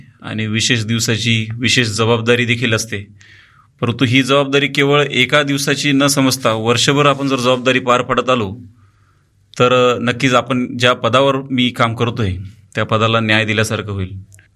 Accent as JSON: {"language": "Marathi", "town": "Sonoj", "region": "Maharashtra", "country": "India", "tie": "born or raised there", "said": "नाशिक जिल्ह्यात मालेगाव तालुक्यात आमचं एक सोनोज म्हणून गाव आहे, खेडेगाव आहे. खेडेगावात आम्ही लहानाचे मोठे झालो."}